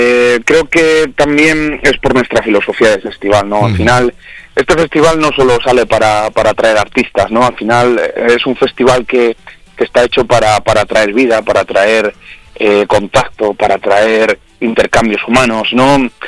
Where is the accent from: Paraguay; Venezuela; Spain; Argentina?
Spain; Castile and León; yo siempre digo que Tierra de Campos es una zona... No sé, es porque estoy yo súper enamorado, ¿no? de mi tierra, de mi pueblo